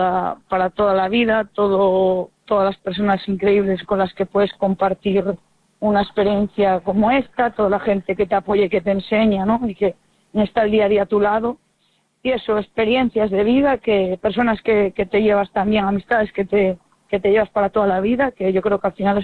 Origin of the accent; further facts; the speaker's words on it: Tui, Galicia, Spain; Recuerdos, la verdad, sobre todo en mi tierra, en Tui, porque fueron quienes me dieron la oportunidad de poder jugar al fútbol, que empecé muy pequeñita en Tui